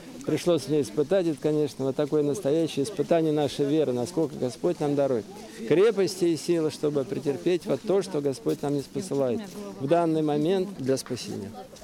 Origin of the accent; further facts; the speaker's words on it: Tver Oblast, Russia; Тверской губернии. Никогда не думал, что сюда попаду.